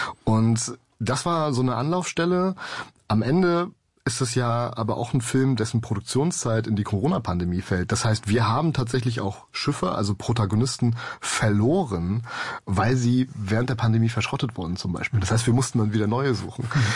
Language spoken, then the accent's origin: German; Rostock, Mecklenburg-Vorpommern, Germany; born there; Also ich bin 1989 in Rostock geboren und da hat meine ganze Familie väterlicherseits, also Onkel, Vater, Opa, die haben alle auf den Rostocker Werften gearbeitet.